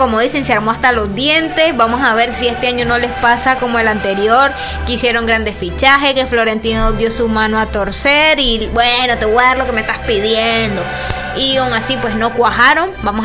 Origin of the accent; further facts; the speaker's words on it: Nicaragua; Así de fieles somos los nicaragüenses.